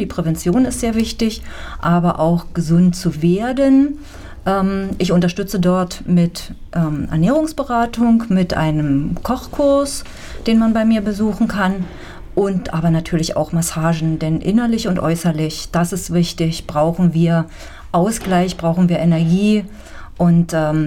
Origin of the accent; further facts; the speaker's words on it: Finsterwalde, Brandenburg, Germany; moved away as an adult; Finsterwalder Kind, ja, hier geboren, hier gelebt, leider dann aber durch meinen Beruf doch 20 Jahre Finsterwalde verlassen.